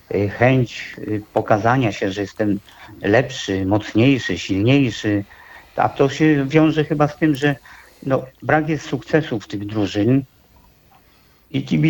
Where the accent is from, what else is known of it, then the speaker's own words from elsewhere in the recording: Łódź, Łódź Voivodeship, Poland; Wychowałem się, urodziłem się na Bałutach, mieszkałem na Teofilowie.